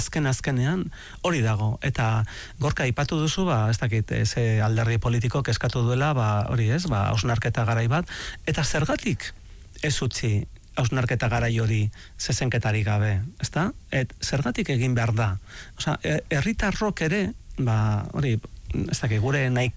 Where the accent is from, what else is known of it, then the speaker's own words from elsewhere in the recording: Ordizia, Basque Country, Spain; born there; Ordizian jaio nintzen